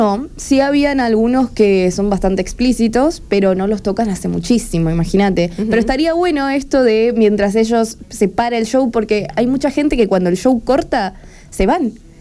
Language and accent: Spanish; Comodoro Rivadavia, Chubut, Argentina; yo soy de Comodoro Rivadavia